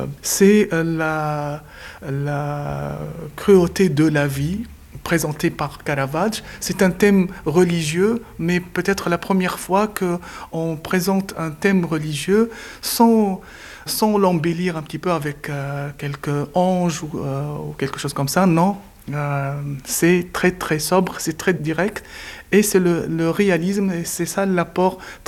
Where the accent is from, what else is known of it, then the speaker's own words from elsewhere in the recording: Tunisia; now in Lille, France; je suis tunisien. Ça fait 3 ans que je me suis installé dans Lille.